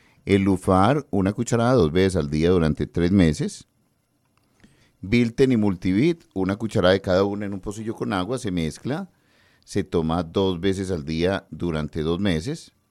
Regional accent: Medellín, Antioquia, Colombia; es que yo soy de Medellín

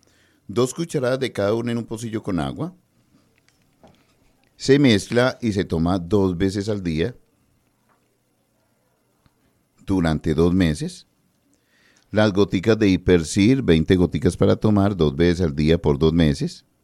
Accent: Antioquia, Colombia; yo me avergüenzo como antioqueño

